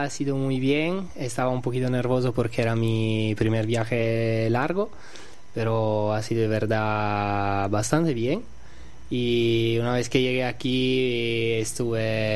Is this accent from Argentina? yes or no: no; Italy; Spanish is a second language; que son cosas que en Italia no... Hombre, en mi país no es così normal